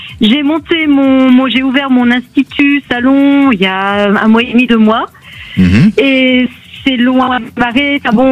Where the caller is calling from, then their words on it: Villefranche-sur-Saône, Auvergne-Rhône-Alpes, France; Alors, je vous appelle de Villefranche, dans le Beaujolais, Villefranche-sur-Saône.